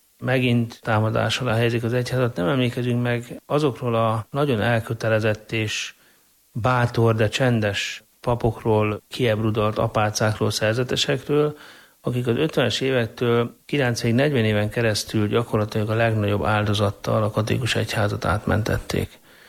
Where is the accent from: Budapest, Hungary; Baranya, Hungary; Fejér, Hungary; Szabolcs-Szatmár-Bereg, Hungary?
Fejér, Hungary; Székesfehérvár; Prohászka templom, Székesfehérvár, Kaszap István emlékhely, az, ami gyerekkoromtól meghatározó élmény, kisgyerekkorom óta ministráltam. Ott nőttünk fel a templomba